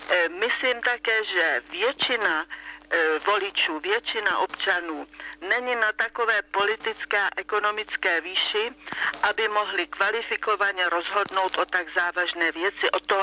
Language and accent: Czech; Prague, Czechia; jsem z Prahy